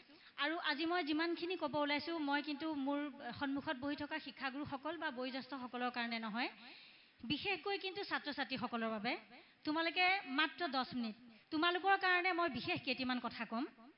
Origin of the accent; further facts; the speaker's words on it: Assam, India; born there; আমি অসম প্ৰান্তত জন্মগ্ৰহণ কৰিছোঁ